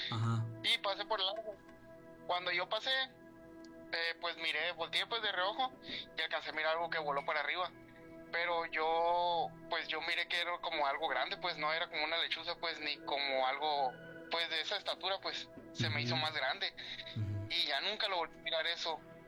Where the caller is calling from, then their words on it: Sonora, Mexico; De aquí, Sonora.